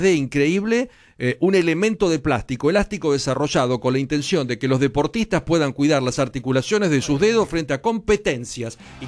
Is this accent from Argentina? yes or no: yes; Argentina; Tal, así somos los argentinos.